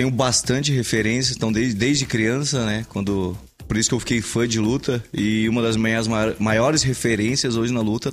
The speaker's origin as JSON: {"language": "Portuguese", "town": "Curitiba", "region": "Paraná", "country": "Brazil", "tie": "born or raised there", "said": "Eu nasci aqui em Curitiba mesmo."}